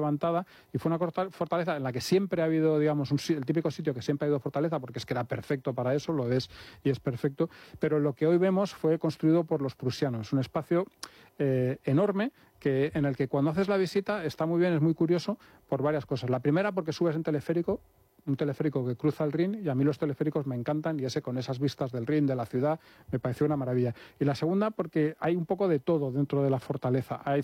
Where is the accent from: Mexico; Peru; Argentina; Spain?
Spain; como buen español que estamos acostumbrados a que los ríos sean, pues como son aquí en España